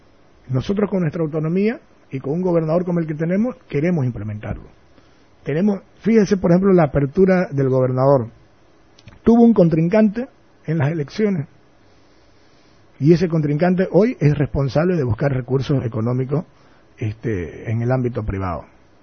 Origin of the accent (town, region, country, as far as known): Santa Cruz, Bolivia